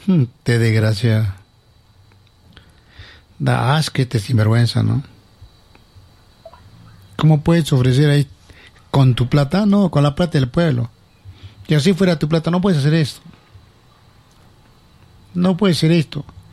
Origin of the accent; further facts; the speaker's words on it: Tiabaya, Arequipa, Peru; porque soy de Tía Valla. Nací en Tía Valla. Tengo mi partido de Tía Valla.